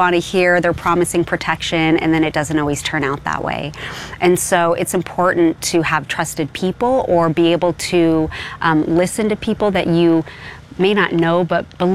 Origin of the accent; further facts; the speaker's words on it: Hollywood, California, United States; You know, there's a lot of us that had great experiences growing up in Hollywood, really.